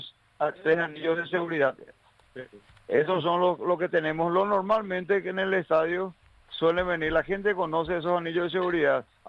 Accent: Paraguay; Todos somos albirroja, todos somos paraguayos.

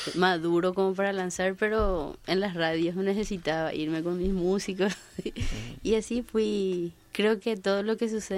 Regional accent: Paraguay; also born or lived in Buenos Aires; y eso quería yo también, traer acá y sentir eso en mi país.

